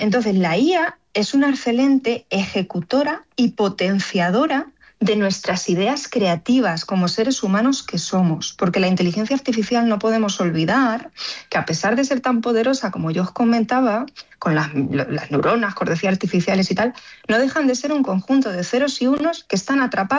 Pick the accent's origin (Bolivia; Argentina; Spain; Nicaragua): Spain; Villarrobledo, Castilla-La Mancha; now in Chinchilla de Montearagón, Spain; yo soy de Villarrobledo. Ahora vivo en Chinchilla de Montaragón, pero soy de Villarrobledo.